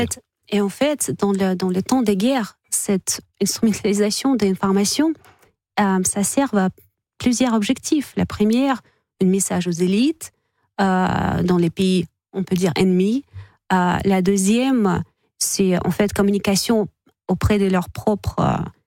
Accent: Russia; moi, en tant que Russe, et je suis allée à Moscou il n'y a pas très longtemps

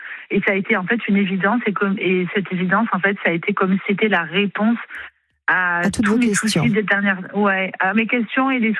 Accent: Avignon, Provence-Alpes-Côte d'Azur, France; also born or lived in Paris / Marseille; now in Lacanau, France; C'est complètement éloigné d'où je viens. Je viens d'Avignon, dans le sud-est.

